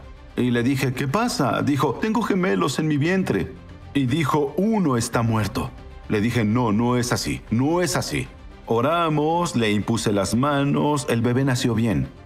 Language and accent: Spanish; Canada; Yo soy de Canadá y es invierno.